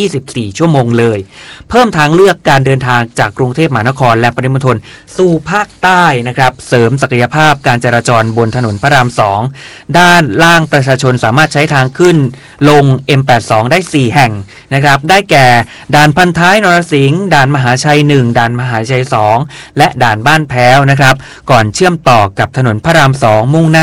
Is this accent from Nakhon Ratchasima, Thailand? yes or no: no; Surat Thani, Thailand; อยู่แบบใต้ตอนต้นนะสุราษฎร์